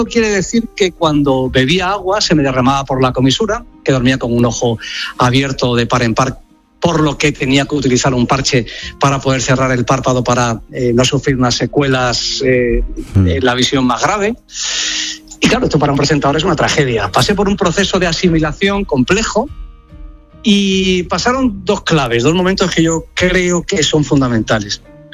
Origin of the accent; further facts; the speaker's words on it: Granada, Andalusia, Spain; tuve el honor de echar una mano a su majestad el rey Melchor, la cabalgata de mi tierra en Granada